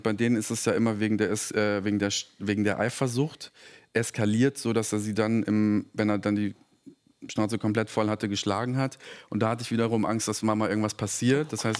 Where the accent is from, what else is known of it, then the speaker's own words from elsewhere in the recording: Serbia; ich komme aus Serbien. Wir sind sehr konservativ, was sagt deine Familie?